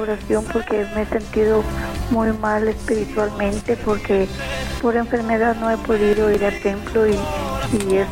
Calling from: Monterrey, Nuevo León, Mexico; de aquí en Monterrey.

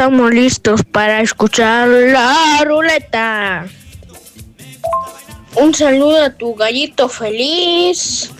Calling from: San Cristóbal de las Casas, Chiapas, Mexico; te escucho en Cuxitali.

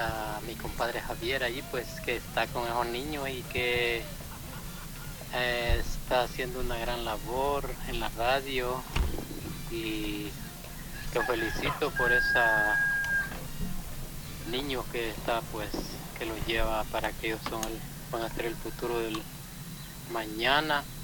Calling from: Reitoca, Francisco Morazán, Honduras; Lo escucho desde aquí, de la parroquia de Reytoca, San Francisco de Asís, Santa Cruz.

